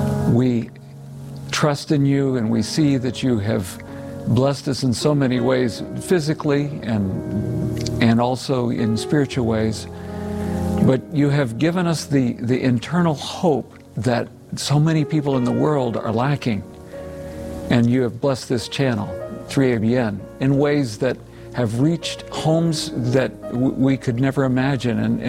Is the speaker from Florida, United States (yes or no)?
yes; Florida, United States; now in North Carolina, United States; I'm originally from South Florida, and I grew up there and learned a little bit of Spanish, and then did some ministry in Puerto Rico and went to school at Southern Missionary College.